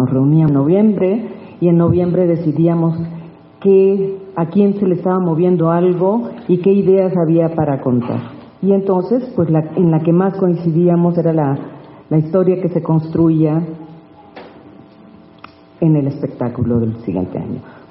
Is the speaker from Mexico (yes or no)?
yes; La Paz, Baja California Sur, Mexico; Yo vengo de La Paz, Baja California Sur, soy una orgullosa norteña del sur, hija de don Amado y doña Amelia, con 9 hermanos